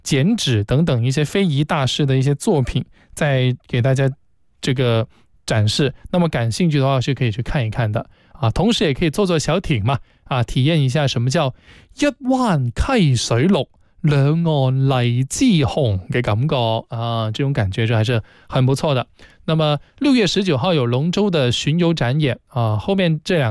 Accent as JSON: {"language": "Chinese", "region": "Guangdong", "country": "China", "said": "也有我们老广人哈，有评价了这个八个好去处"}